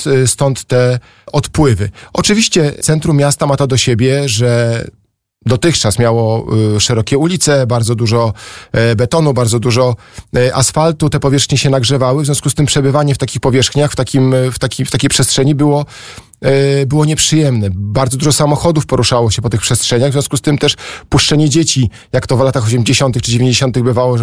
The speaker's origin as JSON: {"language": "Polish", "town": "Warsaw", "region": "Masovian Voivodeship", "country": "Poland", "tie": "born or raised there", "said": "Ja się wychowywałem w tej okolicy i tam wszystkie swoje wagary na Chmielnej spędziłem"}